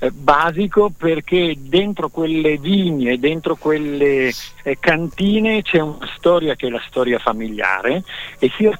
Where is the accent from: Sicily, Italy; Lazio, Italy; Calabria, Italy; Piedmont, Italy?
Piedmont, Italy; Io parlo da piemontese e per me il tema del dolcetto e del Barbera era un vino che era il vino dei miei nonni